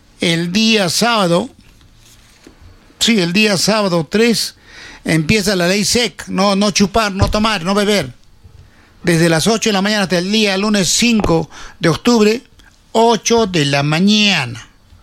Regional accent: Cerro Colorado, Arequipa, Peru; born there; now in Sachaca (Congata/Chumayo area), Peru; pues yo también, hijo cerreño, pero que tengo familia, siempre voy a mi distrito, que vuelve a mi tierra donde he nacido, ¿no? Donde me ha parido mi madre. Siempre voy, por más que vive en Congato Chumayo, yo siempre voy a Cerro Colorado.

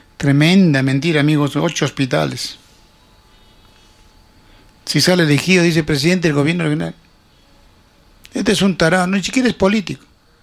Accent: Chupaca, Junín, Peru; fuera de mi tierra. Chupaca

